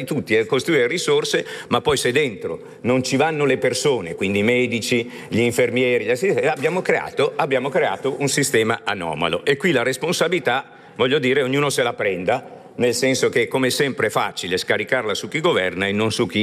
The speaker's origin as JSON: {"language": "Italian", "region": "Lombardy", "country": "Italy", "said": "vengo dalla Lombardia"}